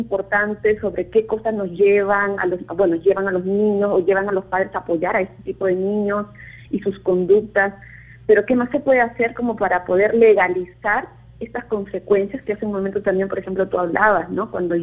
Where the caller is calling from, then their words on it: Tacna, Peru; llamo desde Tacna, también ciudad donde ha habido casos.